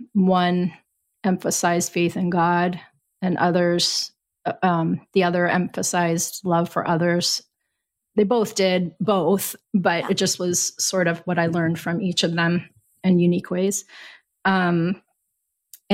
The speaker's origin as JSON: {"language": "English", "town": "Campbell", "region": "Ohio", "country": "United States", "tie": "born or raised there", "moved": "yes", "said": "I was born in Camel, Ohio, raised in Camel, Ohio, which is a small town in the Rust Belt. At the time I was born, though, it wasn't rusty yet."}